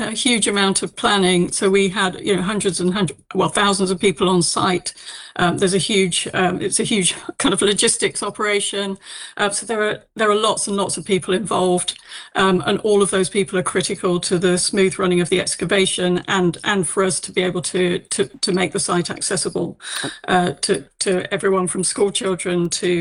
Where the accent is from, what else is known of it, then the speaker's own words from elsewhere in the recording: East Midlands, United Kingdom; I grew up in Northamptonshire, so it's a really special place for me.